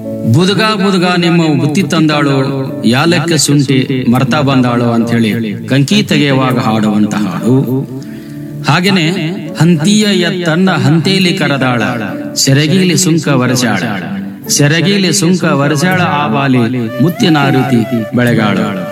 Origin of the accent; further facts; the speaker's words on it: Gadag district, Karnataka, India; ನಮ್ಮ ಗದಗ ಜಿಲ್ಲೆಯಲ್ಲಿ ಲಕ್ಕುಂಡಿ ಮತ್ತು ಮಜ್ಜೂರು ಭಜನಾ ಮೇಳದವರು ಹೆಚ್ಚು ಪ್ರಸಿದ್ಧಿ ಪಡೆದಿರುವುದು ಕಂಡು ಬರುತ್ತದೆ.